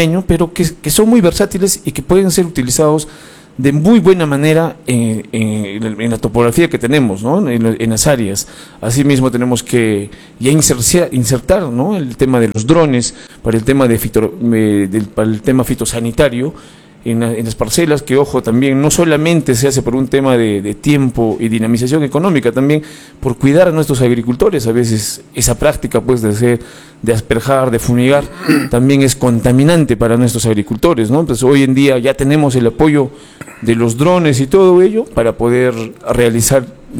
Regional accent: Lamay, Cusco, Peru; yo he vivido toda mi vida en Lamay, he nacido ahí, he estudiado primaria, vivo ahí todos los fines de semana, la gente me conoce

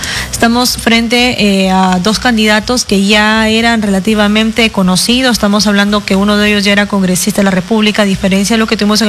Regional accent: Peru; lo que pasa que nos hemos acostumbrado como peruanos a esperar el conteo rápido

